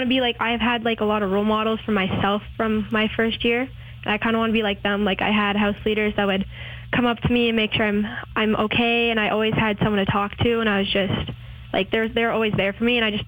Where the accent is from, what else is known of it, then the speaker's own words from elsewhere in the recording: Flin Flon, Manitoba, Canada; also born or lived in Creighton, Saskatchewan; I'm originally from Flin Flon, Manitoba, /Creighton, Saskatchewan, right on the border.